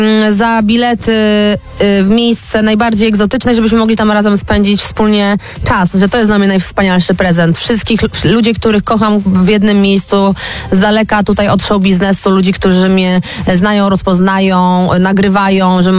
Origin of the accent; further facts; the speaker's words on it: Ciechanów, Masovian Voivodeship, Poland; jestem po prostu laską z Ciechanowa